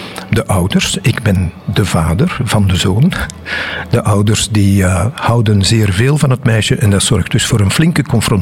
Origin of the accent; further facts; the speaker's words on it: Antwerp, Flanders, Belgium; Nee, ik weet heel weinig van de zee en van Oostende. Ik ben echt van Antwerpen, ja.